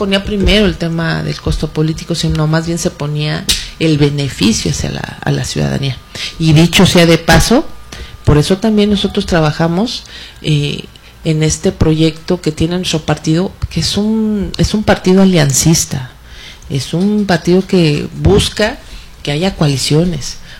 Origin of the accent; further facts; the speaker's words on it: State of Mexico, Mexico; Fui presidenta municipal en una tierra mexiquense. Yo vengo del Estado de México.